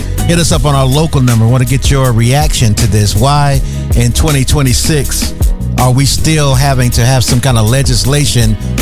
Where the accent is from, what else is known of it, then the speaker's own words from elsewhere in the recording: the South, United States; I'm from the South, and people speak to you.